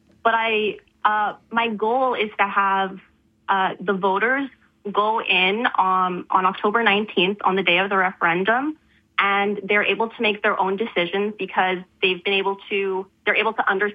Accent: Calgary, Alberta, Canada; growing up in Calgary for pretty much my entire life

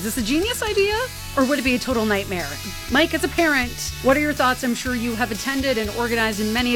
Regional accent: Chatham, Ontario, Canada; Because growing up in Chatham, that was the place to have your birthday party, was the caboose in the parking lot at McDonald's.

